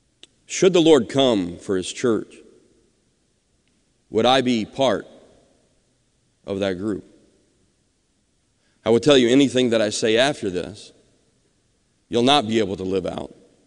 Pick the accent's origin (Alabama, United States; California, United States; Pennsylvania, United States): Alabama, United States; which we were very familiar with growing up in Alabama.